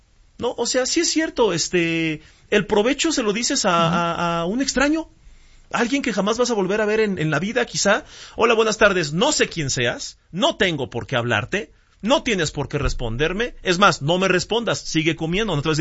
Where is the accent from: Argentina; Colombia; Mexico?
Mexico